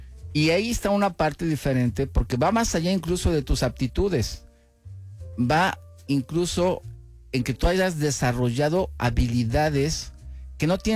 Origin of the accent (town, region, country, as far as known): Mexico